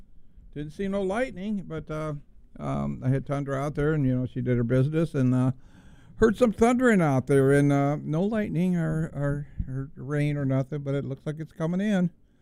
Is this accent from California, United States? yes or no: yes; California, United States; now in Bullhead City, United States; I'm from California